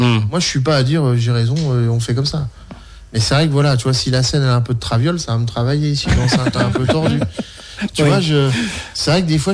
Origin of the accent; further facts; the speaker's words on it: Champ-le-Bœuf, Grand Est, France; moi j'ai grandi au Champ de Bœuf, donc c'est chez moi.